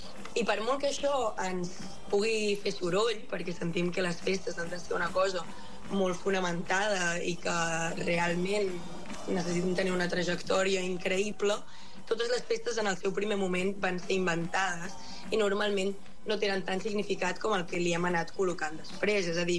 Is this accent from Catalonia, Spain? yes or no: yes; Palau-solità i Plegamans, Catalonia, Spain; En el cas de Palau, que és el meu poble, tenim el Guirigall, que també és una festa que sentim molt nostrada, però no té més de 10 anys d'història.